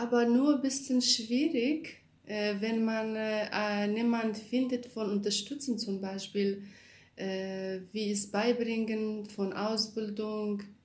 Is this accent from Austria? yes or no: no; Kurdistan Region, Iraq; German is a second language; now in Germany; Nordirak, ich bin Kurdin.